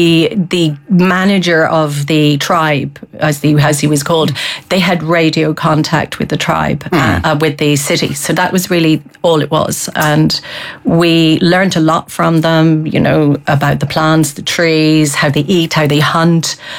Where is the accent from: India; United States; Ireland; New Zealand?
Ireland; Galway, Connacht; I come from Galway, you know how it rains in the West, right?